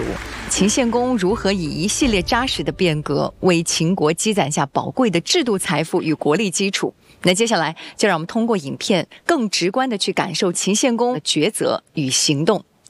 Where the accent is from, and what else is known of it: China